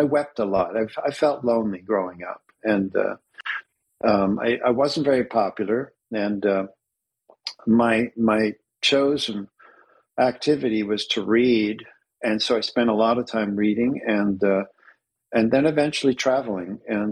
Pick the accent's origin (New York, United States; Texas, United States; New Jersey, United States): New Jersey, United States; Montclair; moved away as an adult; now in West Coast, United States; I grew up in Montclair, New Jersey.